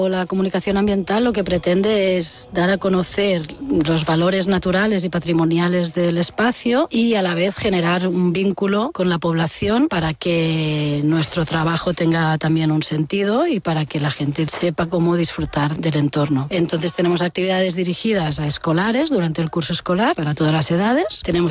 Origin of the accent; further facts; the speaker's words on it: Barcelona, Catalonia, Spain; Yo soy de Barcelona, estudié biología en la Universidad de Barcelona.